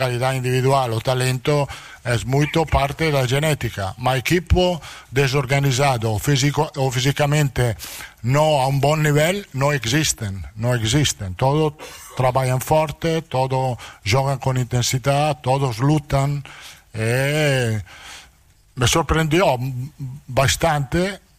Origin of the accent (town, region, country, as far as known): Italy; Portuguese is a second language; now in Brazil